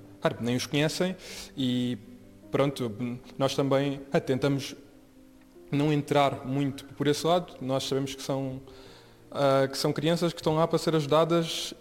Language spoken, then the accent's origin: Portuguese; Algarve, Portugal; now in Lisbon, Portugal; não sou de cá, sou do Algarve